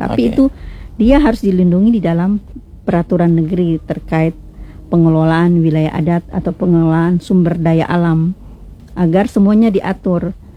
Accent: Maluku, Indonesia; Karena jujur saja kita di Maluku ini sangat sensitif soal tapal batas. Ego kita sebagai orang Maluku itu masih sangat tinggi soal tapal batas ini.

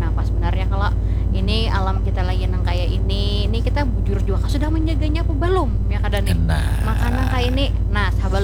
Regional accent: Kalimantan, Indonesia; Alhamdulillah nih kita orang Kalimantan ini kuat-kuat ya

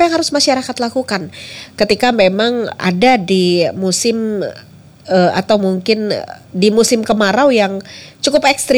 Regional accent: West Java, Indonesia; Saya orang Bandung Selatan

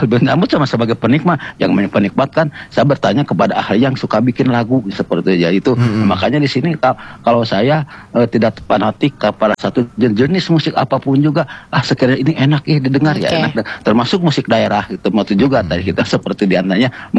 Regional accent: West Java, Indonesia; kalau Sunda daerah saya sendiri kan.

